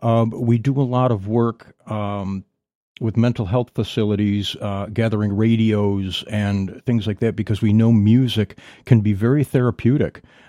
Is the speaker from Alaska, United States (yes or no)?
no; Henrietta, New York, United States; I am born and raised Henrietta, so right around the Rochester area. Graduated Roth High School in 80s.